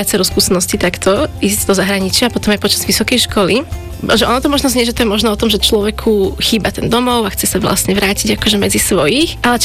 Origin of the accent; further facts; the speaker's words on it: Bratislava, Bratislava Region, Slovakia; som z Bratislavy a mám 27 rokov.